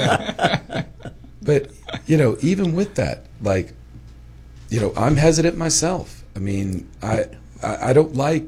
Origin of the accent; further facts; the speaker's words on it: United States; this is me as an American.